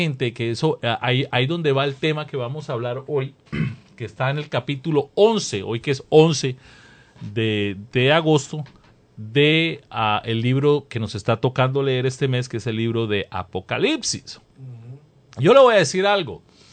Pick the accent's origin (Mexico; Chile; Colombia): Colombia; yo me tomo un sorbito de un café colombiano que traje. En mi país decimos que sin café no hay paraíso.